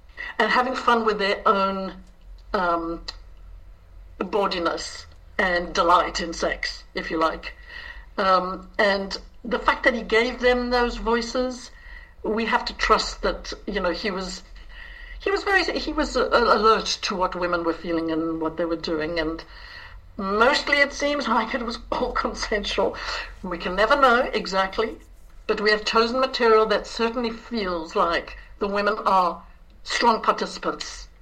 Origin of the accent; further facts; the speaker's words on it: South Africa; I'm South African Irish.